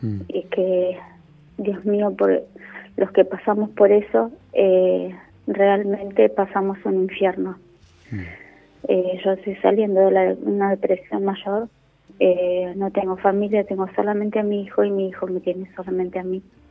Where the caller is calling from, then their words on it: Chivilcoy, Buenos Aires Province, Argentina; de Chivilcoy.